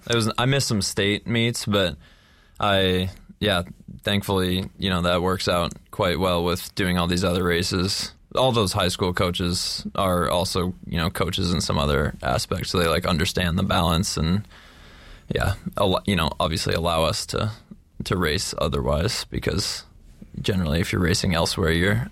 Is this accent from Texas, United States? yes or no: no; Madison, Wisconsin, United States; born there; I was born in Wisconsin.